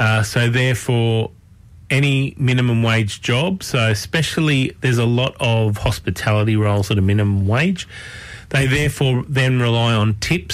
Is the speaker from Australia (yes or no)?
yes; Australia; because I'm Australian